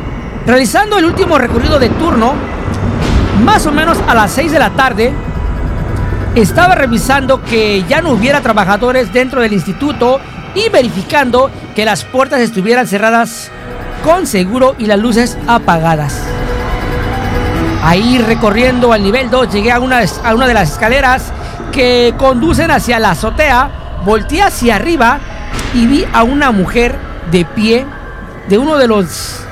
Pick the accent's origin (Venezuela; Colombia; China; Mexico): Mexico; Aguascalientes; Perdón, soy de Aguascalientes, Aguascalientes, al igual que Guadalajara, Zacatecas y Guanajuato.